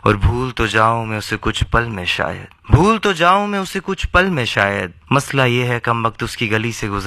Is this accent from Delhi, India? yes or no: no; Ghaziabad, Uttar Pradesh, India; नमस्कार दोस्तों … मैं गाजियाबाद से यहाँ आया हूँ।